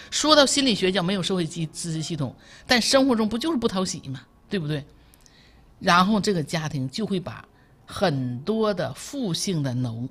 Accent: Jinzhou, Liaoning, China; 我就生在锦州嘛哈，那儿叫南大坝，

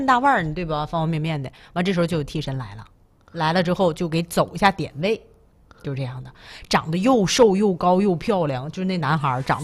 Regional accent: Northeast China, China; accent: Northeastern Mandarin; 因为我平时说东北话

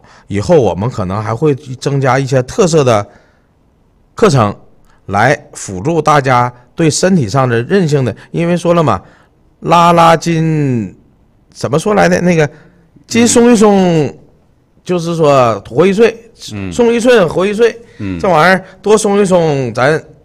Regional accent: Shenyang, Liaoning, China; 作为一个沈阳人

